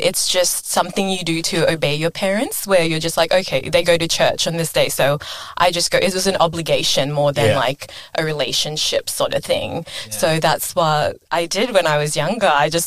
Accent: Papua New Guinea; now in Townsville, Australia; growing up in Papua New Guinea

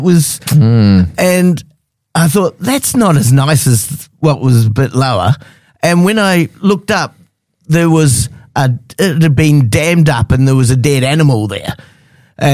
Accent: New Zealand; moved away; I'm from New Zealand originally.

